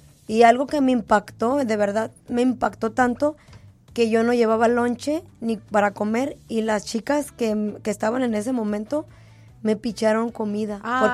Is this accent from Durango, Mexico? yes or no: yes; Durango, Mexico; moved away; Yo vengo de Durango.